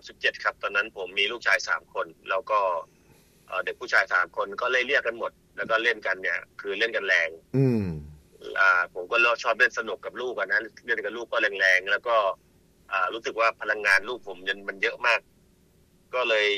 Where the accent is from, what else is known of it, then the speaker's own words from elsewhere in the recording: Nakhon Si Thammarat, Thailand; now in Pathum Thani, Thailand; ่เป็นคนจังหวัดนครธรรมราชครับ